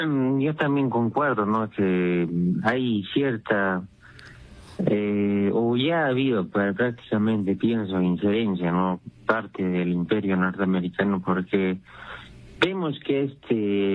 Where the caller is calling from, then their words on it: Tacna, Peru; Buenos días, Edson, desde Tacna.